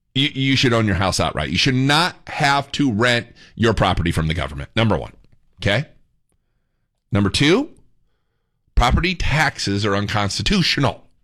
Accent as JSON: {"language": "English", "region": "Indiana", "country": "United States", "tie": "born or raised there", "moved": "as an adult", "lives_now": "Fort Worth, United States", "said": "I'm from Indiana. I don't hide it. I'm a Yankee, born and raised Hoosier."}